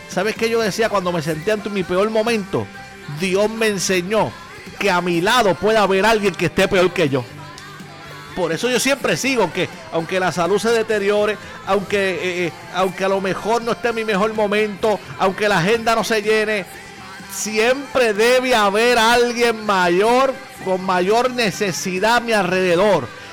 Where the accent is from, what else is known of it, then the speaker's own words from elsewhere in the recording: Dorado, Puerto Rico; yo soy de Dorado.